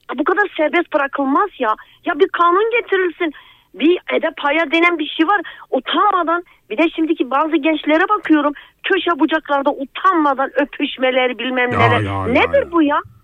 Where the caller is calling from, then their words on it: Malatya, Turkey; Malatya merkez.